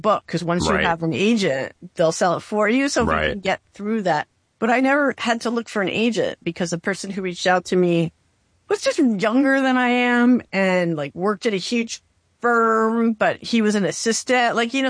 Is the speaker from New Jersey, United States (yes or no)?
yes; Bergen County, New Jersey, United States; moved away as an adult; also born or lived in San Francisco / Mississippi; So, I'm from Bergen County, New Jersey. And so I never wanted, I'm in New Jersey now, by the way, and I never wanted to go back to New Jersey ever.